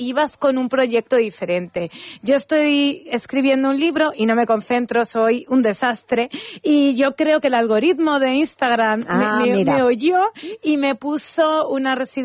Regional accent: Manzanares, Castilla-La Mancha, Spain; Yo soy de pueblo, pero mi pueblo es grande. 18.000 habitantes, claro. Manzanares.

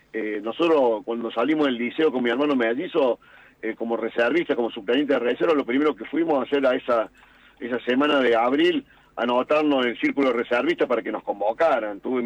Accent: Argentina; Nosotros por ahí no le hemos dado bola, porque por ahí somos los argentinos bastante.

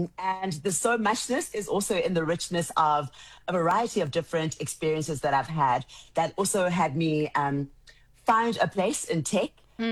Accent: Soweto, Gauteng, South Africa; I grew up in Soweto, which is a giant community in a specific neighborhood, which was a community of its own in a big family that was always expanding.

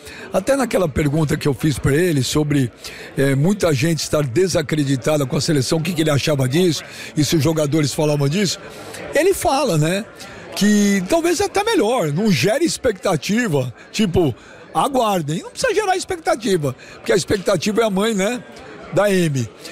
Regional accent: Brazil; Apesar de eu estar aqui a trabalho, sou brasileiro

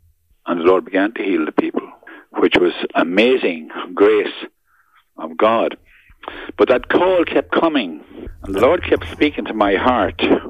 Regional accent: Clara, County Offaly, Ireland; In Clara, my hometown in Clara.

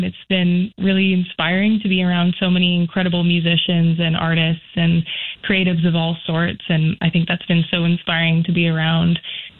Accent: British Columbia, Canada; moved away; I think, you know, just being in the amount of immense nature and everything in Vancouver Island has been so special to me and such a huge part of my childhood.

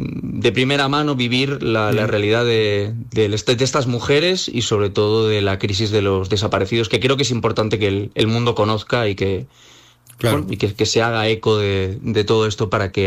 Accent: Spain; yo personalmente que soy de España, creo que aquí sería una noticia nacional

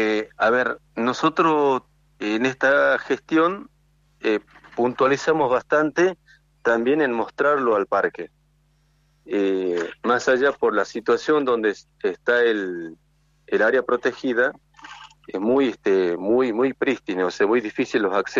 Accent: Los Toldos, Salta, Argentina; tengo la suerte de ser de acá del lugar. Soy del Perotoldo.

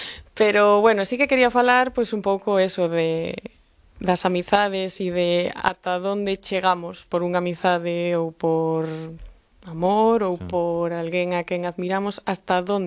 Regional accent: Galicia, Spain; A ver, eu penso en galego, quero dicir, o galego é a miña lingua nai, na que me defendo evidentemente en castelán, pero a mí o que naturalmente me sae é o galego

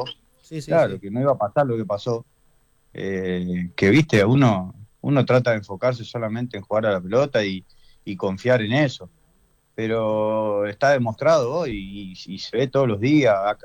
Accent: Córdoba, Argentina; para la gente de Córdoba, para nosotros

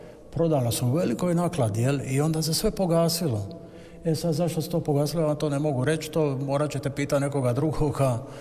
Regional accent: Croatia; jer ipak ja sam Hrvat, tako se osjećam, nisam u Španjolskoj, nisam u Argentini, ja se osjećam hrvatski

